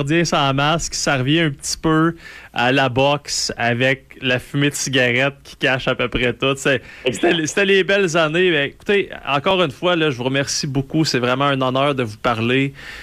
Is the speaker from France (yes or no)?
no; Rouyn-Noranda, Quebec, Canada; Moi, je viens de Rouyn-Noranda, donc pas loin de Palmarol.